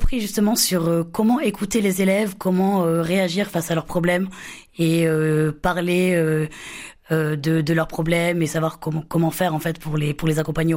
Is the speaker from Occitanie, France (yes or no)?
yes; Béziers, Occitanie, France; moved away as an adult; now in Montpellier, France; Je suis née à Montpellier, mais j'ai grandi à Béziers. Je suis retournée à Montpellier pour mes études.